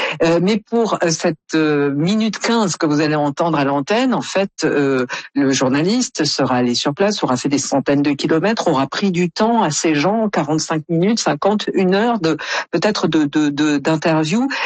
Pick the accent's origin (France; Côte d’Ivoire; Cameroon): France; quand on est Canadien ou comme moi français